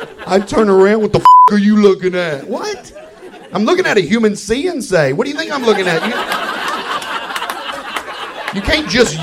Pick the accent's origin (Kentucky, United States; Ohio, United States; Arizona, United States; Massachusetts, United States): Kentucky, United States; moved away; I'm originally from Kentucky. And to be honest with you, I used to be embarrassed of that. I used to be embarrassed of my accent